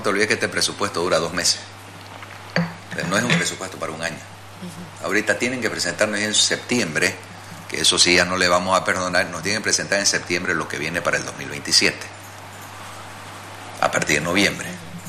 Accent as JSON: {"language": "Spanish", "country": "Bolivia", "said": "porque al final somos bolivianos, Jimena."}